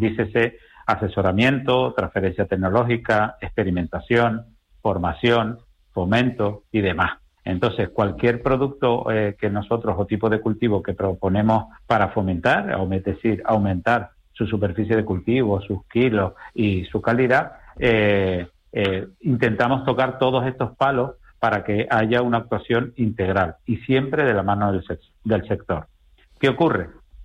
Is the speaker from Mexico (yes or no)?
no; Canary Islands, Spain